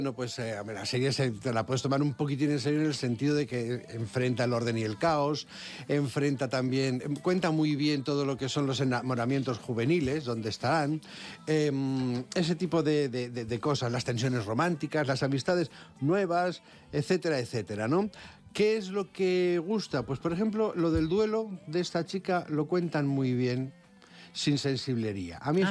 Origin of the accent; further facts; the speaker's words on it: Levante, Spain; now in Madrid, Spain; O sea, yo que vengo del Levante, no sabéis, bueno, lo